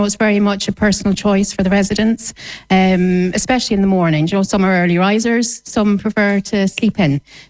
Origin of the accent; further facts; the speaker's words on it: Scotland, United Kingdom; also born or lived in Dublin, Ireland; now in Mayo, Ireland; I wasn't from Dublin. I'm originally from Scotland.